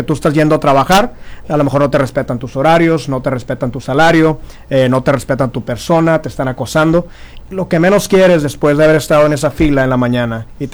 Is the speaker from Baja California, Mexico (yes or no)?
yes; Tijuana, Baja California, Mexico; yo crecí en Tijuana.